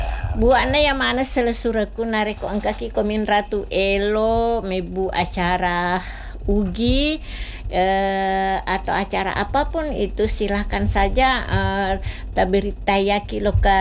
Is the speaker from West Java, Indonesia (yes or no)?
no; South Sulawesi, Indonesia; now in Riau Islands, Indonesia; kita orang Sulawesi Selatan yang merantau